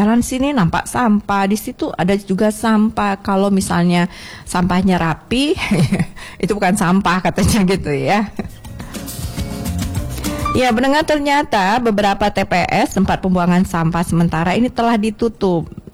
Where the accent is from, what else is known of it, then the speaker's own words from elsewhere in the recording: Jambi, Indonesia; sebagai warga Kota Jambi